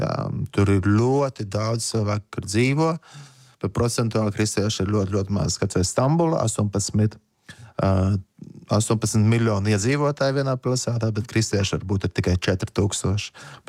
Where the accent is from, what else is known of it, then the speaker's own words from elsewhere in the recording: Talsi, Courland, Latvia; Talas, mēs nākam no Talasiem